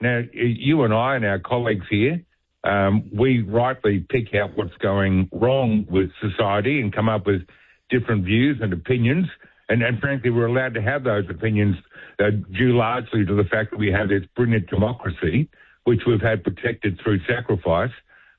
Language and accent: English; Australia; You can't stand there and go through life as an Australian, learning about the importance of that battle